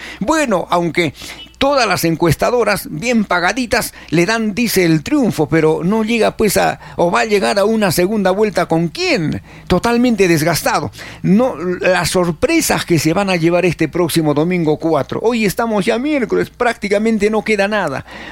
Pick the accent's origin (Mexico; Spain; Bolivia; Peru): Peru; Arequipa